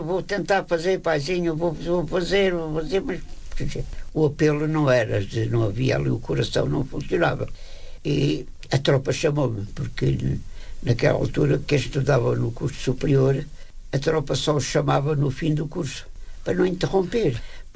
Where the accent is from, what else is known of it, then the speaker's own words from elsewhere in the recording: Évora, Alentejo, Portugal; Deslumbrei com a capital, que venho de Évora, uma cidade de província. Estou na capital sozinho, deslumbrando das luzes de toda a vida urbana da cidade.